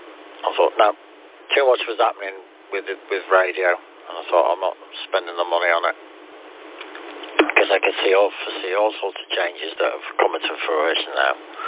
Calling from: Liverpool, North West England, United Kingdom; because I come from Liverpool.

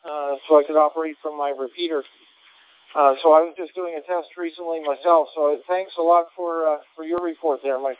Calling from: Sussex, New Brunswick, Canada; Well, I'm operating from Sussex, New Brunswick, here in Canada on the East Coast, and great to make your acquaintance today.

